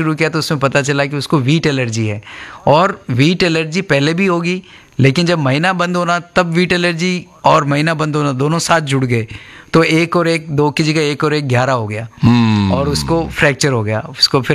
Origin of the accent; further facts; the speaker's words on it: Rajasthan, India; moved away; मैं राजस्थान का रहने वाला हूँ और उदयपुर मेडिकल कॉलेज से मेरी अपनी पढ़ाई करी।